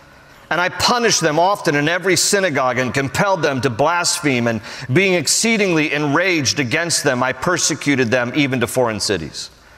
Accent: West Virginia, United States; I'm from West Virginia. I can make fun of my people, ladies and gentlemen. Webster County, West Virginia.

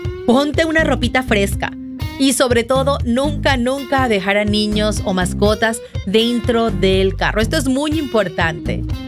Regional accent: Venezuela; born there; moved away; Yo nací en Venezuela y allá hace mucho, pero mucho calor.

